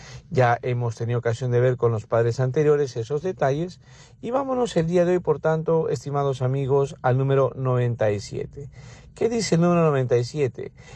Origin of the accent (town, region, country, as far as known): Peru